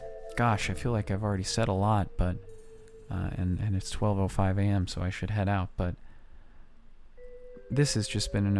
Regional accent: Minneapolis, Minnesota, United States; growing up in the Twin Cities.

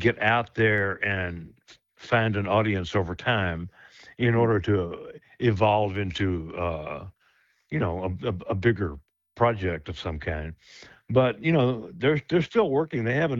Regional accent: the South, United States; And growing up in the South, it's like in the South, the Civil War almost never ended.

